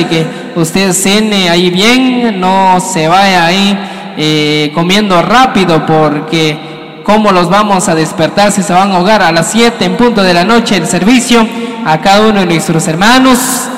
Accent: Tecpán Guatemala, Chimaltenango, Guatemala; Y yo soy de Tecpan, soy 100% tecpaneco.

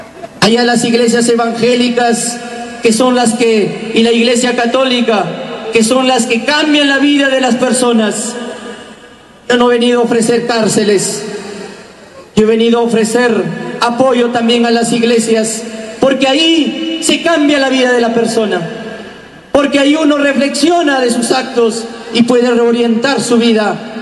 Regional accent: Motil, La Libertad, Peru; Allá mi tierra, Motil, Chota

